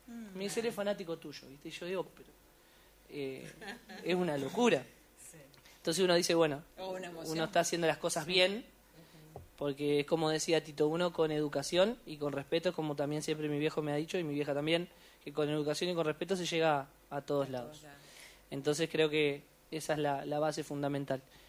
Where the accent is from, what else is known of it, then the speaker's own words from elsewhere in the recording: Argentina; yo soy bien argentino y amo mi país, y es a donde yo me crié.